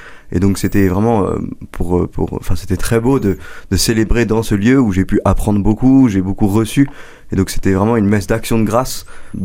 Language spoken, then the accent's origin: French; Compiègne, Hauts-de-France, France; Alors moi, je suis originaire de Picardie, pas très très loin. Je viens